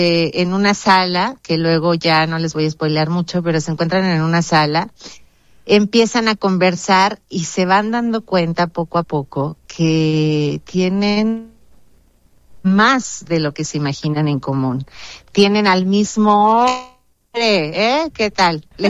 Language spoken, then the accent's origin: Spanish; Durango, Mexico; moved away; yo soy de provincia, yo soy de Durango